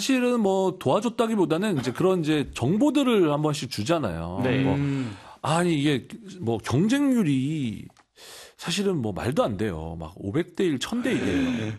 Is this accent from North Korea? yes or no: no; Yeongju, North Gyeongsang, South Korea; 경북 영주 저희 고향에 내려오지 말라고 했었습니다.